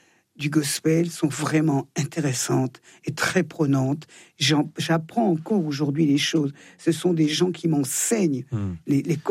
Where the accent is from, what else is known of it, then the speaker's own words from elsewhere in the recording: Thonon-les-Bains, Auvergne-Rhône-Alpes, France; born there; Je suis née à Thonon.